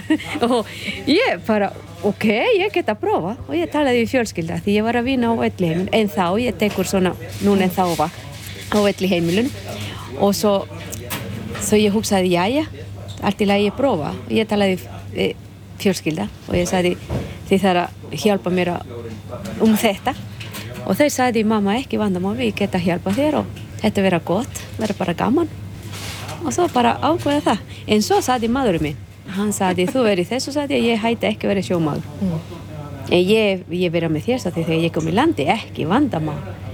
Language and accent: Icelandic; Honduras; Icelandic is a second language; now in Grenivík, Iceland; og ég kem frá Honduras og ég eigandi Jónsabúð.